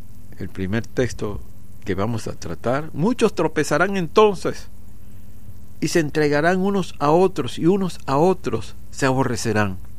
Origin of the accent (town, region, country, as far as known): Venezuela